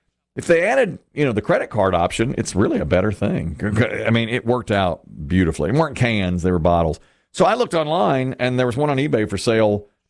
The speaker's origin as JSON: {"language": "English", "town": "Asheboro", "region": "North Carolina", "country": "United States", "tie": "born or raised there", "moved": "yes", "said": "Ashboro, my hometown"}